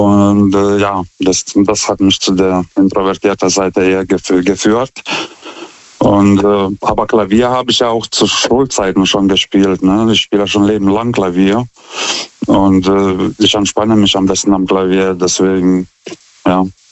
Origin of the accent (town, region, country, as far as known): Lithuania; now in Germany